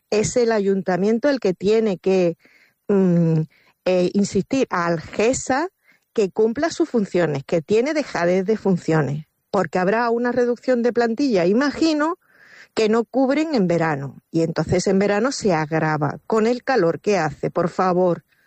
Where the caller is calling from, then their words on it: Algeciras, Andalusia, Spain; soy una vecina de Algeciras